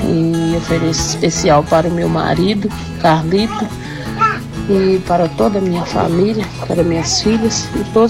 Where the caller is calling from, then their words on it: Cachoeira Alegre, Brazil; sou Vicentina de Cachoeira Alegre.